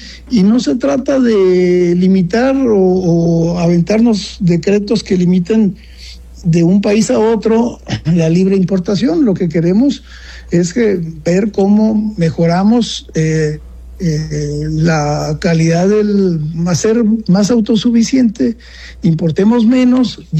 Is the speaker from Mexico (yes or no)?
yes; Mexico; Sí, lo que quisiéramos como mexicanos